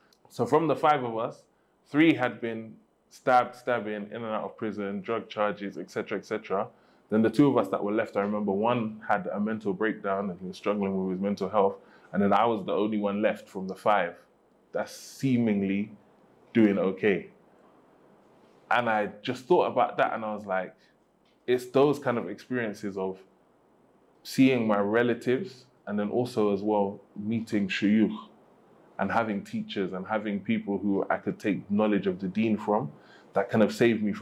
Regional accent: London, United Kingdom; moved away as an adult; growing up in London itself is like a crazy experience. It's something that I think about now because I don't live in London anymore.

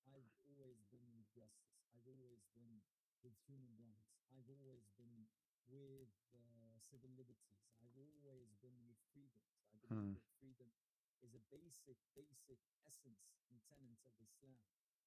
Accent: United Kingdom; I'm a British citizen living in the UK.

